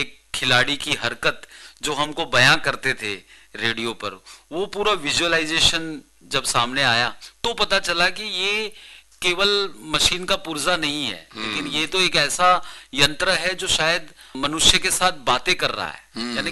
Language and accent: Hindi; Ahmedabad, Gujarat, India